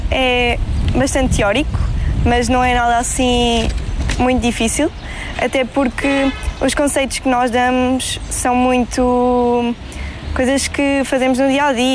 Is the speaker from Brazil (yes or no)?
no; Albufeira, Faro, Portugal; tenho 21 anos e sou de Albufeira.